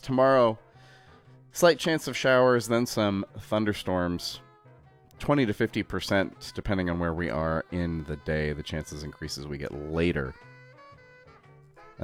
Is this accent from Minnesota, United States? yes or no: yes; Minnesota, United States; from the Twin Cities from Minneapolis, my hometown. My home state. The town I call my hometown on the radio. Even though I'm from a smaller town.